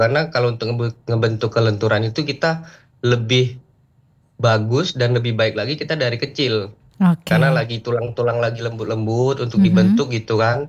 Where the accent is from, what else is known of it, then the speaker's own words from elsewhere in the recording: South Sumatra, Indonesia; SD-nya saya kebetulan dari Kabupaten Oku Timur